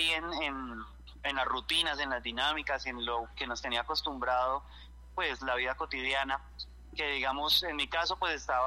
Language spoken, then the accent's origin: Spanish; Llanos Orientales, Colombia; moved away as an adult; now in Cali, Colombia; las personas que somos de allá, que somos llaneros, que estamos acá en este momento en Cali